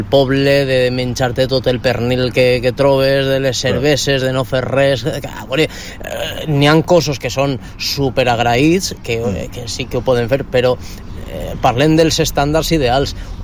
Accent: L'Eliana, Valencian Community, Spain; Jo, per exemple, soc de l'Eliana, ara parlarem de la Volta al Peu del meu poble

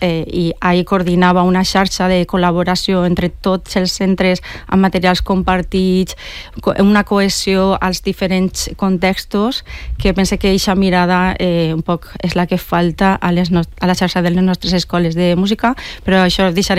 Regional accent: Turís, Valencian Community, Spain; A la Societat Musical Turisense de Turís, jo soc de Turís

